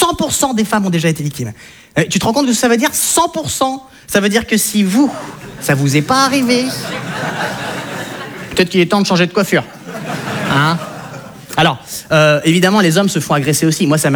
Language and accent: French; France